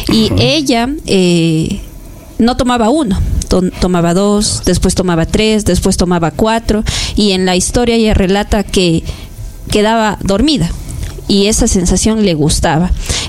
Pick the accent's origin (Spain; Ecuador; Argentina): Ecuador